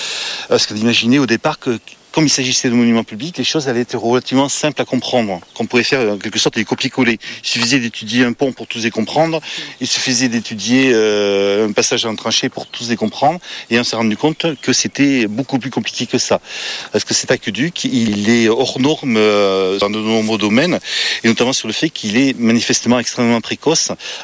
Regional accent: Occitanie, France; born there; je suis archéologue, je suis né à Verse et j'habite maintenant à Cabourret.

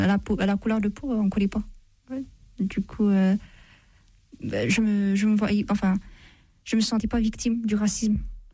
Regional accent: Ethiopia; born or raised there; now in France

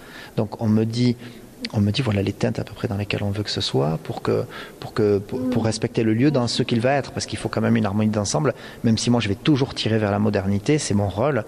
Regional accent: Occitanie, France; Je suis un enfant du pays

